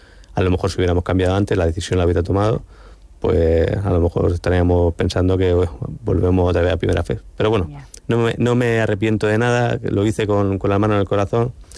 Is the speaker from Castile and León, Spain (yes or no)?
no; Cartagena, Region of Murcia, Spain; Siendo de Cartagena, siendo cartagenero, o sea, conociendo a mis paisanos de cómo es esta ciudad...